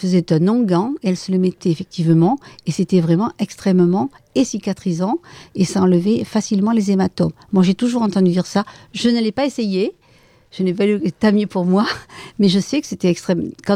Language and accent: French; Gagnac, Occitanie, France; Moi, je suis née à Gagnac, j'y ai vécu, j'en suis guère partie puisque j'ai fait à peine le tour de l'église, hein, puisque j'y habite, nous y habitons.